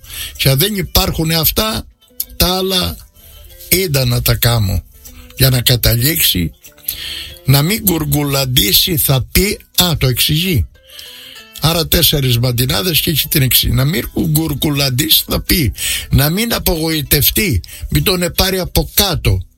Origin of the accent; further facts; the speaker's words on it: Crete, Greece; Και εμείς την έχουμε πολύ που είμαστε από την Κρήτη.